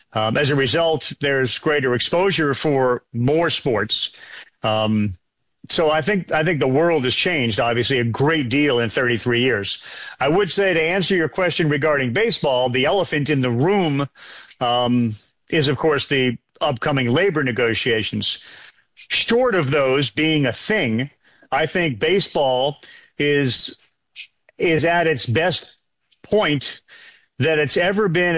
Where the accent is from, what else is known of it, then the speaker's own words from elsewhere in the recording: New England, United States; now in Connecticut, United States; I'll be honest, I grew up in New England, and I was a Patriots fan